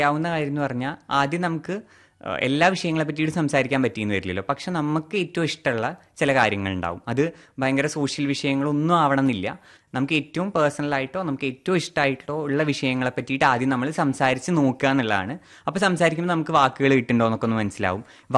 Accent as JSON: {"language": "Malayalam", "town": "Poolamanna", "region": "Kerala", "country": "India", "tie": "born or raised there", "said": "ഞാൻ എന്റെ സ്വദേശം നേരത്തെ സൂചിപ്പിച്ച പോലെ പാണ്ടിക്കാട് അടുത്തുള്ള പൂളമണ്ണയിലാണ്."}